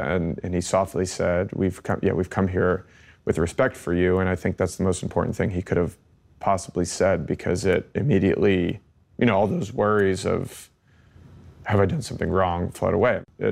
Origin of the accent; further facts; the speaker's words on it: United States; And I'm an American journalist.